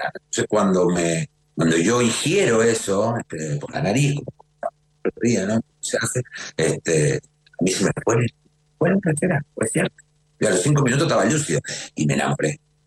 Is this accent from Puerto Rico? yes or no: no; Uruguay; moved away as an adult; now in Chile; yo estoy en Chile, soy uruguayo. Pero todo esto pasó en Uruguay, ¿no? Hoy vivo en Chile hace años